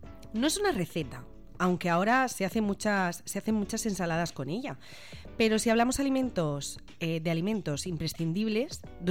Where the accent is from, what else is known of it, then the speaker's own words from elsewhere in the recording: Region of Murcia, Spain; O como los murcianos nos gusta decir, espectacular.